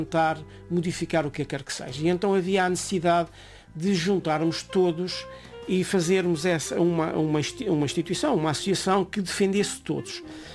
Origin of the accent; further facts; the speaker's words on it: São João, Azores, Portugal; Eu sou natural de São João do Pico e meu pai era pescador.